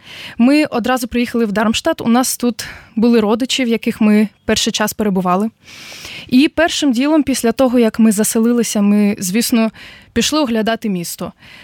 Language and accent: Ukrainian; Odesa, Odesa Oblast, Ukraine; moved away as an adult; now in Germany; Я сама родом з України, з найчудовішого міста Одеси. До Німеччини ми переїхали з родиною одразу після початку повномасштабної війни у 2022 році.